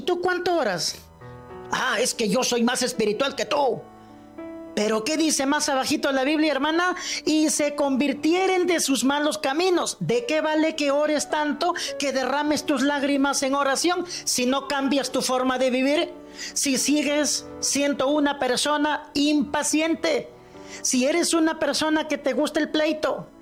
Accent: Peru; aquí en el Perú, en las altas montañas de nuestro país, donde el frío es muy fuerte

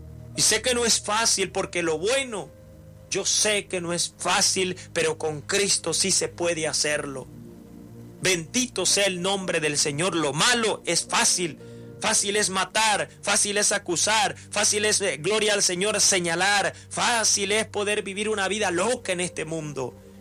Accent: El Salvador; yo soy originario del Salvador, 100% salvadoreño

